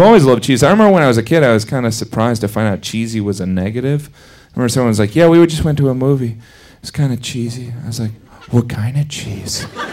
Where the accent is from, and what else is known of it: Indiana, United States; born or raised there